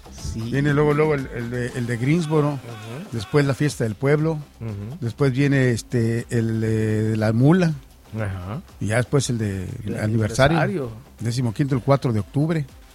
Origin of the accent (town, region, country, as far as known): Guanajuato, Mexico; born there; moved away